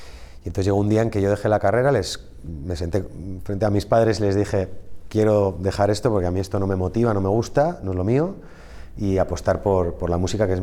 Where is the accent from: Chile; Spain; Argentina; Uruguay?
Spain; tanto aquí en España, en mi país, como fuera, ¿no?